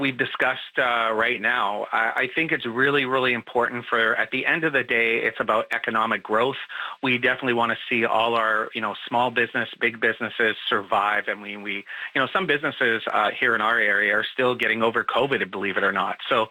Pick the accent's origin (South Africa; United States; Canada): Canada; Winnipeg, Manitoba; now in Toronto, Canada; you know, I'm originally from Winnipeg, so I always look at Toronto as the major hub of everything, you know, progressive.